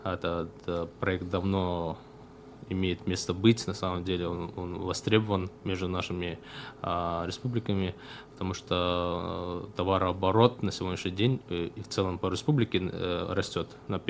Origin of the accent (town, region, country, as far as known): Dagestan, Russia